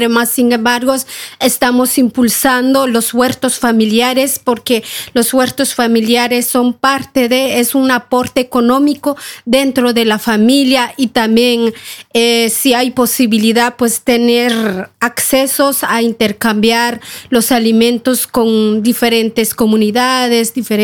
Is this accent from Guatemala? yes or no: yes; Guatemala